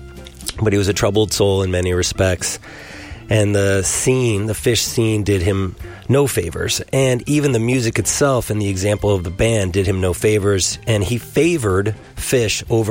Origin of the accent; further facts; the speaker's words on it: New York, United States; I'm 52 years old. You were the same age. You grew up in Baltimore. I grew up in New York.